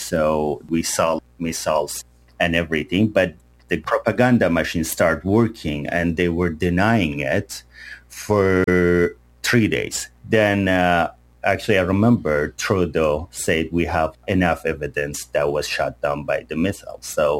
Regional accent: Iran; moved away; My brother called me from San Andej, my hometown Snow

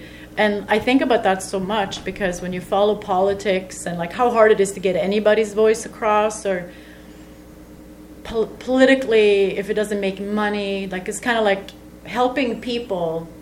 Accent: Sweden; moved away as an adult; now in Canada; growing up in Sweden

